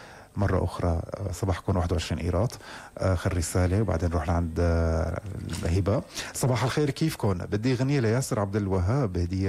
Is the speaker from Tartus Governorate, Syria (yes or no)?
yes; Tartus, Tartus Governorate, Syria; شو أنا من طرطوس. مرحبا أهل طرط